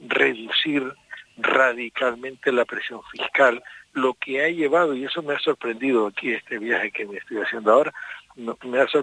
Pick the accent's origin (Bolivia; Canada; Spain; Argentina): Spain; Canary Islands; nuestra tierra canaria